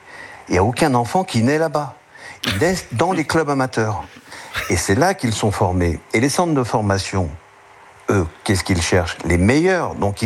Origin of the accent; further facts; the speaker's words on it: Île-de-France, France; chez nous, en Île-de-France